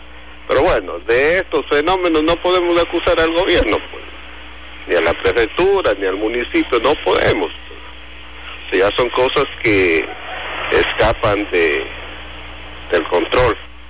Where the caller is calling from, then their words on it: La Maná, Cotopaxi, Ecuador; Como lamanense, como cotopaxense y como ecuatoriano